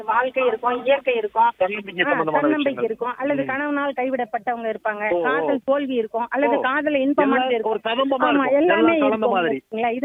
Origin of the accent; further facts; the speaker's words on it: Tamil Nadu, India; now in Lakkapuram, Namakkal district, India; நான் நாமக்கல் மாவட்டம் லக்கபுரம் கிராமத்திலிருந்து வந்திருக்கிறேங்க. என் ஊர் சொந்த ஊர் வந்து அக்ரஹாரம்.